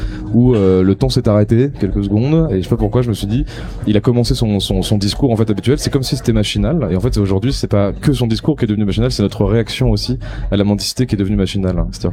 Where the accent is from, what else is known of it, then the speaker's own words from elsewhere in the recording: Boulogne-sur-Mer, Hauts-de-France, France; moved away; Moi, je viens pas de Paris, je viens de Boulogne-sur-Mer